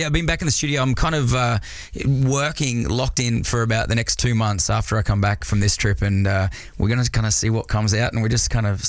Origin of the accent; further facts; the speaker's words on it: Australia; And I'm an Australian country artist, writing songs about my little hometown back there.